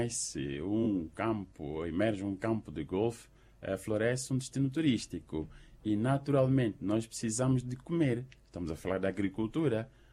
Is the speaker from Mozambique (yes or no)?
yes; Mozambique